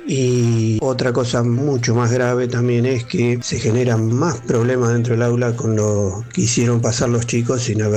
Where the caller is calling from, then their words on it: Buenos Aires Province, Argentina; acá en la provincia de Buenos Aires